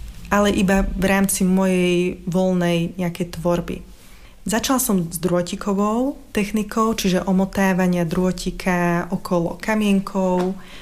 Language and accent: Slovak; Lučenec, Banská Bystrica Region, Slovakia; pochádzam z Lučenca